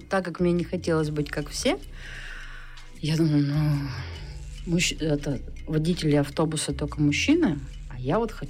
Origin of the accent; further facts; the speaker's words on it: Berezniki, Perm Krai, Russia; Да, я родилась в Березниках, я выросла в Березниках. Единственный период, когда я не жила в Березниках, это когда я училась в институте.